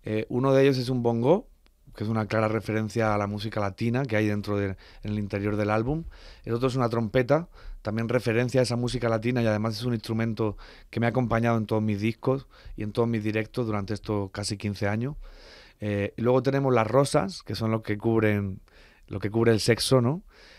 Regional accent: southern Spain, Spain; los que somos del sur de España

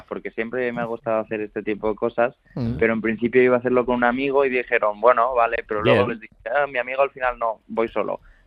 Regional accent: Spain

